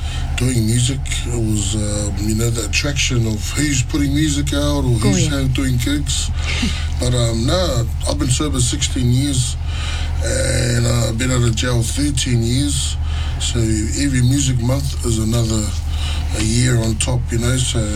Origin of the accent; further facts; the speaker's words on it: Mangere, Auckland, New Zealand; also born or lived in Sydney, Australia; And yeah, I'm born in Australia, so in Sydney, but grew up in Mangere